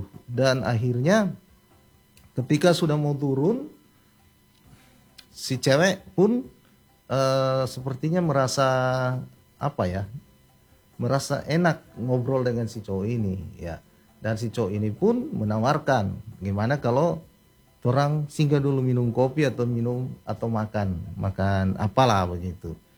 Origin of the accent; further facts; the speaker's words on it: North Sulawesi, Indonesia; torang orang Manado atau torang orang Sulawesi Utara